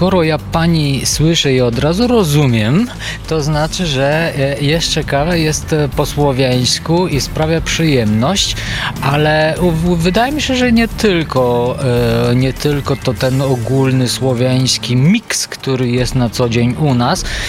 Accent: Bulgaria; Polish is a second language; moved away as an adult; now in Lublin, Poland

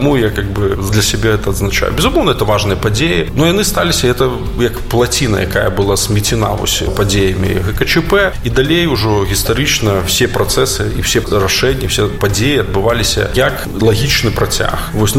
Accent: Belarus; якую мы, белорусы, так само со своего боку, со своей позиции, повинны были бы написать

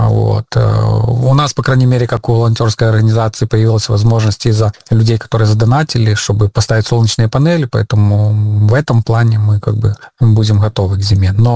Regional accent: Belarus; now in Ukraine; Ну, из Украины. Я говорю, что я белорус, я как бы не украинец.

